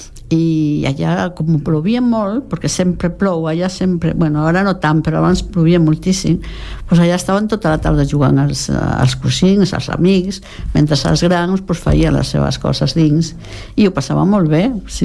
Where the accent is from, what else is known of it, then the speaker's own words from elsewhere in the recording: Petín, Galicia, Spain; El meu poble és Petín de Valdeorras.